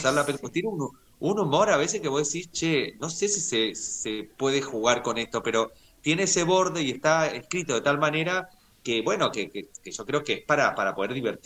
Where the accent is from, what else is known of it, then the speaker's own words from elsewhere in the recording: San Juan, Argentina; moved away; yo que soy sanjuanino